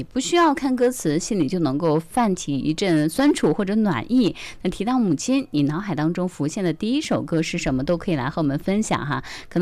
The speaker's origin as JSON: {"language": "Chinese", "country": "China", "said": "我们中国人的这种表达方式，相对来说比较含蓄"}